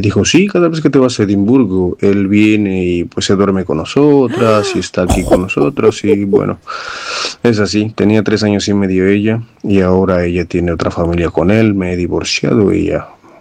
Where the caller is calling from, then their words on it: Italy; Buenos días desde Italia. Yo vivo en Italia. Tenía negocios en Edimburgo.